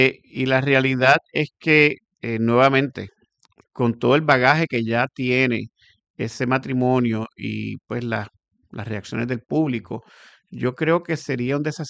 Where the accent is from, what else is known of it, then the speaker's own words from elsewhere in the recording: Puerto Rico; Y yo honestamente como puertorriqueño me alegro que la Junta esté redoblando en sus esfuerzos